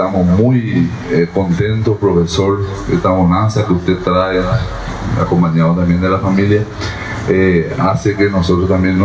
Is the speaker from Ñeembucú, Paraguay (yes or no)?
yes; Pilar, Ñeembucú, Paraguay; como paraguayos en primer término, pero también como ñeembuqueños y pilarenses.